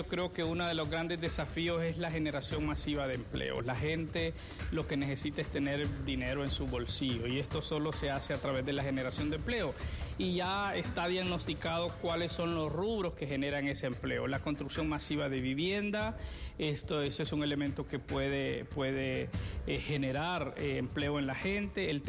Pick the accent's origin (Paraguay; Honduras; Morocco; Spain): Honduras; como hondureños tenemos que alegrarnos